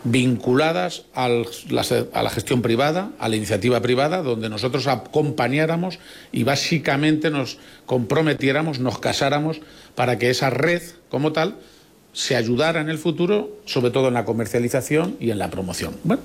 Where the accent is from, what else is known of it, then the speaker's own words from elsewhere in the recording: Spain; como españoles es para que estemos razonablemente orgullosos.